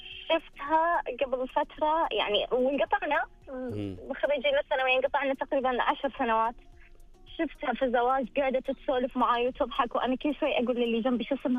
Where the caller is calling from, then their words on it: Eastern Province, Saudi Arabia; والله احنا منطقتنا بس بين الدمام والقطيف